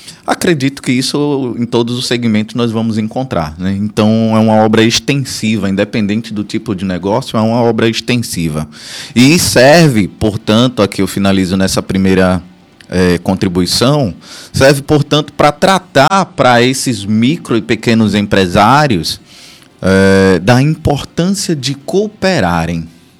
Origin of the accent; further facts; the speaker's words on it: Lagarto, Sergipe, Brazil; Por que Lagarto? É a minha terra.